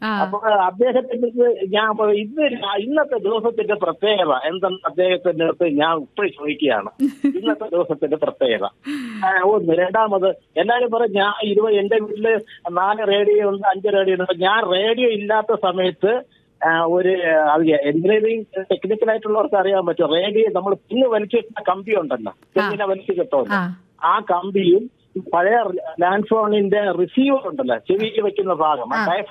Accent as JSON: {"language": "Malayalam", "area": "Thiruvananthapuram district", "region": "Kerala", "country": "India", "tie": "born or raised there", "said": "തിരുവനന്തപുരം താലൂക്കിലെ കല്ലിയൂർ പഞ്ചായത്തിലാണ് താമസിക്കുന്നത്. എന്റെ സ്വന്തം സ്ഥലം ഇവിടെ അല്ല. എന്റെ സ്വന്തം സ്ഥലം എന്ന് പറഞ്ഞാൽ തിരുവനന്തപുരം കോർപ്പറേഷനിൽ 73 നമ്പർ വാർഡാണ് എന്റെ ജന്മസ്ഥലം. ജനിച്ചത് വളർന്നതൊക്കെ കല്ലിയൂർ പഞ്ചായത്തിൽ."}